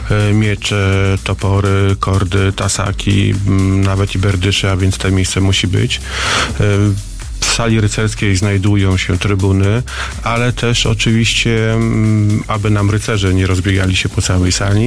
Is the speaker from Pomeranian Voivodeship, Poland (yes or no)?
yes; Malbork, Pomeranian Voivodeship, Poland; ja tam wywodzę się z Malborka.